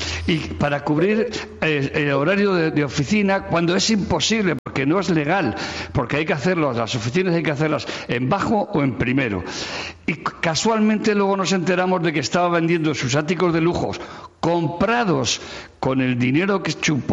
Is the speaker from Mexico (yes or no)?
no; Madrid, Community of Madrid, Spain; que a mí me da vergüenza, siendo madrileño, que esa tía sea presidenta, hombre.